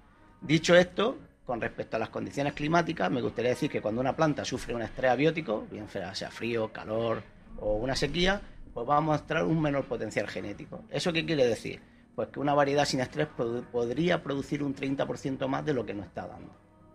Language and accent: Spanish; Almería, Andalusia, Spain; Sí, yo soy almeriense.